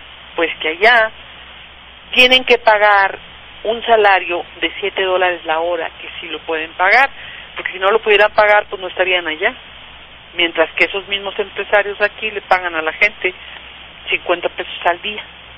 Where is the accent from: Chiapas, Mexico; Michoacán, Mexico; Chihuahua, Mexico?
Chihuahua, Mexico; now in Ciudad Juárez, Mexico; Yo soy muy chihuahuense